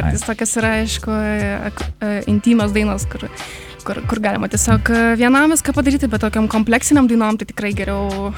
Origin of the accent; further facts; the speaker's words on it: Kaunas, Kaunas County, Lithuania; also born or lived in Vilnius; aš kaunietė. Visą laiką buvau ir tikriausiai, kad būsiu.